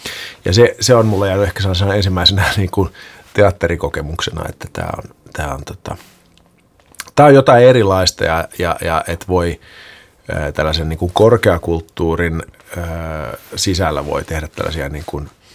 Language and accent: Finnish; Lappeenranta, South Karelia, Finland; Molemmat ollaan Lappeenrannasta kotoisin